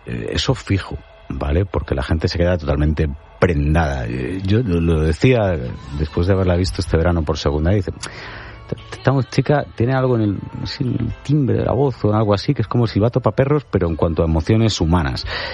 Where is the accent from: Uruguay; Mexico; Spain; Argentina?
Spain; Galicia; Como buen gallego, pues ya sabéis que hay de todo. Hay bruxas, hay meigas.